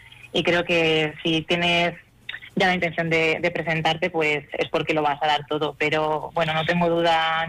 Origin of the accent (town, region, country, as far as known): Albacete, Castilla-La Mancha, Spain